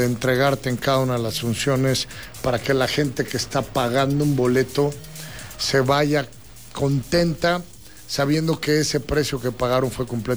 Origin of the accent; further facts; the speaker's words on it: San Luis Potosí, Mexico; moved away; also born or lived in Mexico City; Soy de San Luis Capital, pero sí, o sea, voy para allá cada vez que se puede. La familia está allá, somos muy pocos los que salimos de San Luis y empezamos esta carrera o esta aventura del deporte en la Ciudad de México